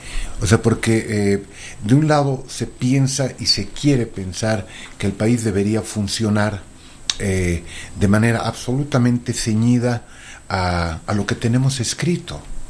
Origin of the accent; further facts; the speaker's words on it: Oruro, Bolivia; now in La Paz, Bolivia; Soy orureño, pero vivo acá hace 35 años.